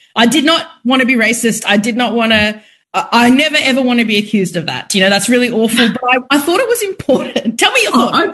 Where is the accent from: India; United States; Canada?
India; for me, it was amazing as a young person to realize the kind of rich erotic history of Indian art as an Indian person.